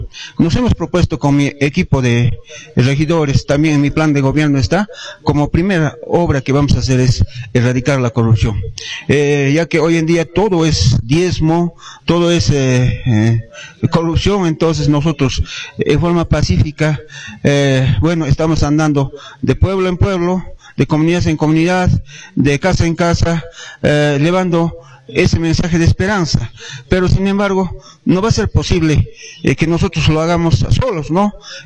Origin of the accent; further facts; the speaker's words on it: Pomacanchi, Cusco, Peru; Yo también soy miembro de la Iglesia Evangélica Consistorio San Jerónimo y estoy acá como paisano de nuestro distrito